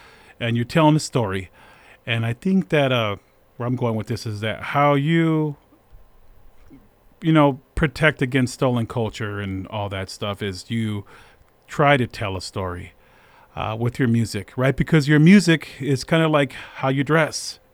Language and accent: English; San Jose, California, United States; growing up in San Jose back in the day